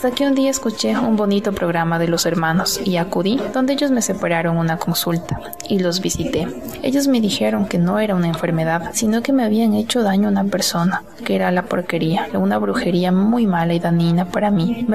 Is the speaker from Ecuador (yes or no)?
yes; Riobamba, Chimborazo, Ecuador; Soy de Riobamba